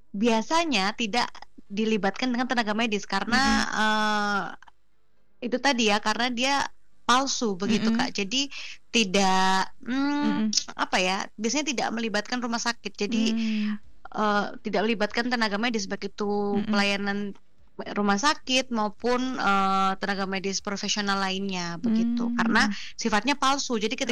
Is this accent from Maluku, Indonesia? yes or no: no; Malang, East Java, Indonesia; moved away as an adult; now in Malaka, Indonesia; Kalau saya sendiri asalnya dari Malang, dari Jawa Timur.